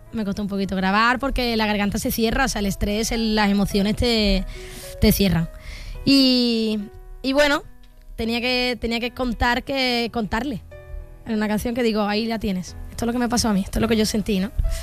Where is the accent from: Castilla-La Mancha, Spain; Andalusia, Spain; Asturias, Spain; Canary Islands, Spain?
Andalusia, Spain; Jerez de la Frontera; moved away; volver a Jerez, a mi tierra